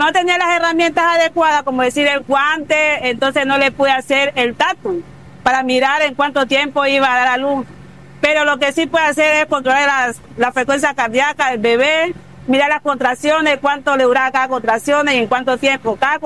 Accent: Mosquera, Nariño, Colombia; Soy del municipio de Mosquera.

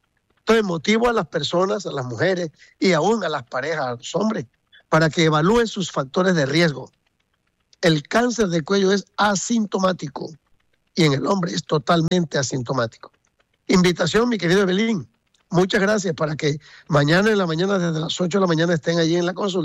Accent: San Juan del Cesar, La Guajira, Colombia; now in Bucaramanga, Colombia; las queridas amigas de San Juan del Cesar, mi tierra

